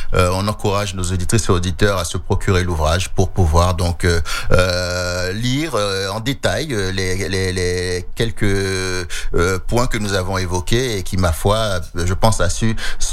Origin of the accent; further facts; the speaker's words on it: Haiti; on est haïtien